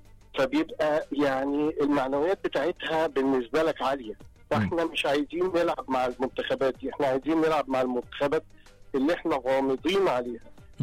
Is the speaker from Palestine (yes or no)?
no; Egypt; احنا مصريين مفيش كذا وكذا، احنا واحد.